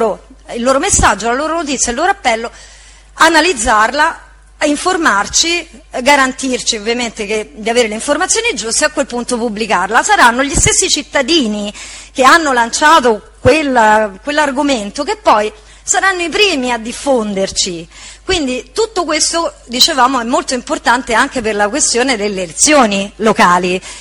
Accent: Ostia, Lazio, Italy; quindi sono di Ostia

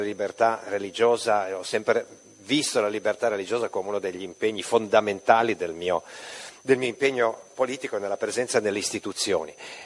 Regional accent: Piedmont, Italy; Io vengo dal Piemonte, e come l'onorevole Bruno e in particolare come il professor Naso, sono parte anch'io di una minoranza religiosa oggetto di persecuzioni molto sanguinose

